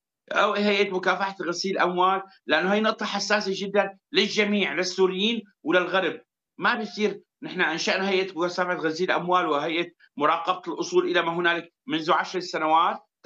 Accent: Syria; نحن كسوريين

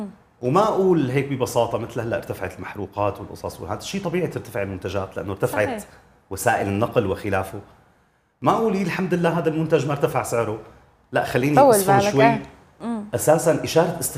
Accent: Syria; هم عندنا بسوريا بالسوق السوريه تغير وزنها بشكل جذري

